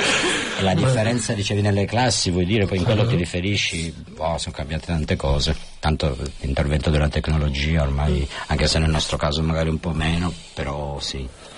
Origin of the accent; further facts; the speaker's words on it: Turin, Piedmont, Italy; now in Spain; Io sono di Torino, ero già stato qui in realtà, ero stato in Andalusia nel 91 con un progetto Erasmus